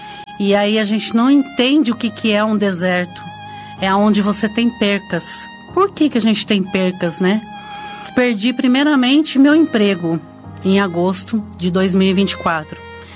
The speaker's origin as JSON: {"language": "Portuguese", "town": "Capivari", "region": "São Paulo", "country": "Brazil", "said": "sou da cidade de Capivari."}